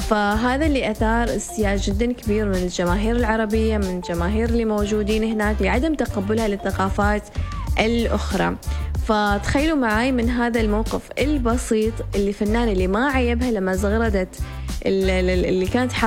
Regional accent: Oman; كنا نحن اليوم كعمانيين، وكنا أيضا ما زلنا متمسكين بهذا الأرث العماني

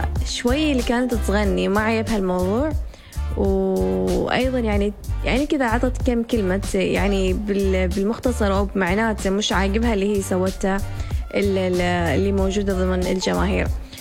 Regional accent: Oman; كنا نحن اليوم كعمانيين، وكنا أيضا ما زلنا متمسكين بهذا الأرث العماني

